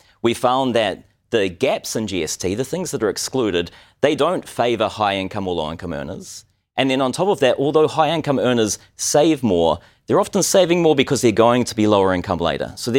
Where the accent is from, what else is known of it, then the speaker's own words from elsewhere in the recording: New Zealand; now in Australia; Might be because I come from New Zealand, so I'm completely naive.